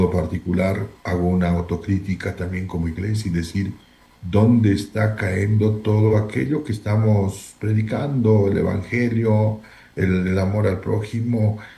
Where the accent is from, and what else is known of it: Bolivia